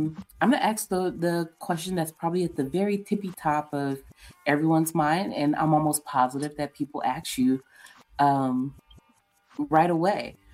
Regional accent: the South, United States; I come from the South. I come from a pretty structured upbringing.

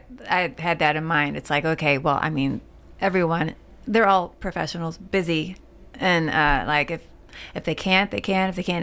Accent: St. Louis, Missouri, United States; now in Columbia, United States; St. Louis. Right. I grew up there and went to the university here, Mizzou.

